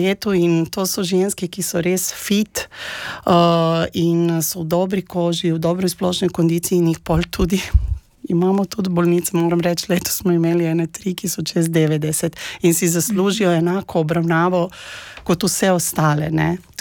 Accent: Belgrade, Serbia; now in Maribor, Slovenia; jaz prihajam iz Beograda, iz Srbije

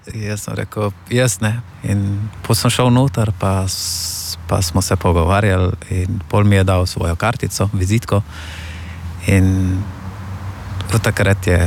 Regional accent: Afghanistan; Slovenian is a second language; also born or lived in Iran / Turkey / Greece; now in Slovenia; prihajam iz Afganistana in sem 23 let star.

